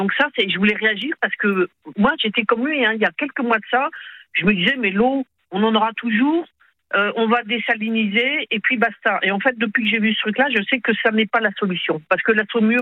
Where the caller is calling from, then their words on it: Brest, Brittany, France; J'habite à Brest, dans le Finistère.